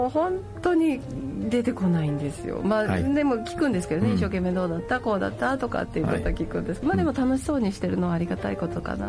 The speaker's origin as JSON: {"language": "Japanese", "town": "Toyooka", "region": "Hyogo", "country": "Japan", "tie": "born or raised there", "said": "自分が 小さい頃この豊川で育てていただいた中で、やっぱり大切な経験をすごく自然の中で積ませていただきました。"}